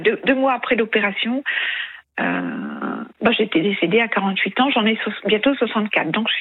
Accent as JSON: {"language": "French", "region": "Hauts-de-France", "country": "France", "tie": "born or raised there", "said": "Je suis native du Pas-de-Calais"}